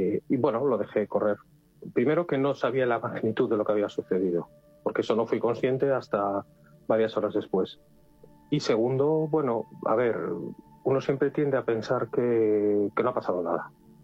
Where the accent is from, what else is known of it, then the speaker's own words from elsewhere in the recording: Vilagarcía de Arousa, Galicia, Spain; Soy de Villagarcía, de hecho, y voy en coche normalmente.